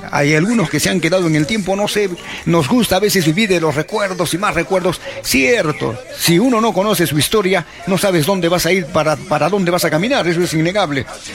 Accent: Arequipa, Peru; born there; Esta Arequipa es de todos los que hemos nacido en Arequipa

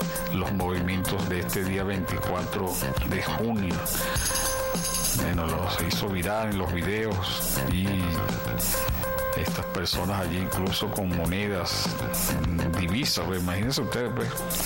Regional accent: Venezuela; Como los venezolanos no somos así

